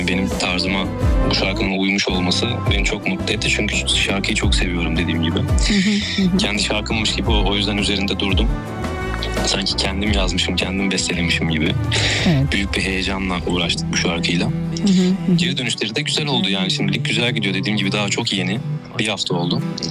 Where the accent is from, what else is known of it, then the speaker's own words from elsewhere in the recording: Istanbul, Turkey; moved away as an adult; now in Izmir, Turkey; Ben 5 yıldır İzmir'deyim. Normalde İstanbul'da doğdum, büyüdüm. Son 5 yıldır İzmir'de yaşıyorum.